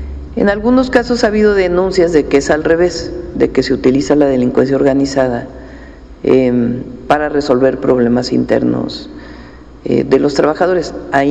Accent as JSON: {"language": "Spanish", "country": "Mexico", "said": "por lo que son las familias mexicanas, o lo que somos las familias mexicanas."}